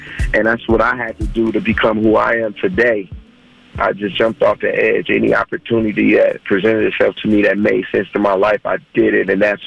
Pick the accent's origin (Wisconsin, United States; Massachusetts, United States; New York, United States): Wisconsin, United States; Milwaukee; Milwaukee is an incredible place. You know, it's, you know, known for building amazing people.